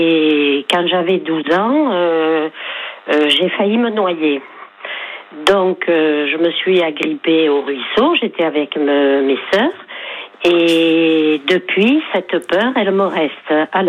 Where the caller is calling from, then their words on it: L'Isle-sur-la-Sorgue, Provence-Alpes-Côte d'Azur, France; J'habite à Lille-sur-Sorgue.